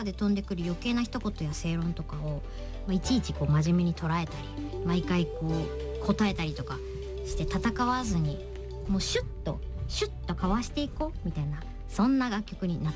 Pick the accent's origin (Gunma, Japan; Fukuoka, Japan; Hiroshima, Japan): Hiroshima, Japan; Fukuyama; born there; moved away; 福山、福山、広島県福山市、